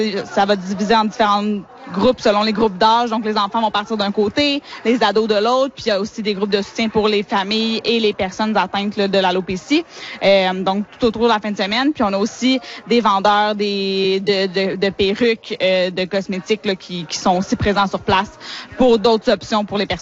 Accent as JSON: {"language": "French", "region": "Quebec", "country": "Canada", "said": "Moi, je suis québécoise, donc je m'y connais un petit peu moins là, de ce qui est couvert en Ontario"}